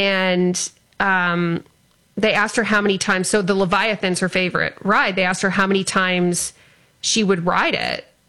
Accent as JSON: {"language": "English", "town": "Windsor", "region": "Ontario", "country": "Canada", "tie": "born or raised there", "said": "It's funny, the job in the, where I grew up, Windsor AM800 was the station that I started"}